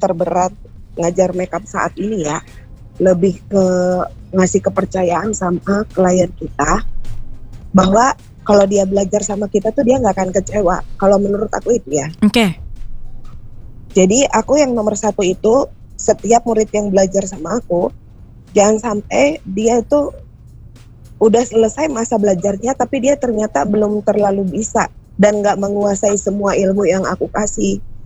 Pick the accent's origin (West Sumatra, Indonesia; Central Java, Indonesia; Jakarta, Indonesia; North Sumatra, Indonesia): North Sumatra, Indonesia; Sebenarnya bisa. Aku orang Batak.